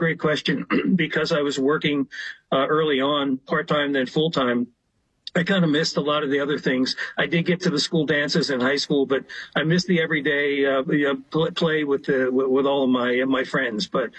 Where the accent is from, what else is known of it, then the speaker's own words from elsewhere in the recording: Philadelphia, Pennsylvania, United States; Born and raised in Philadelphia. I am the youngest of three. We're all a year apart, so I am the baby, as they say.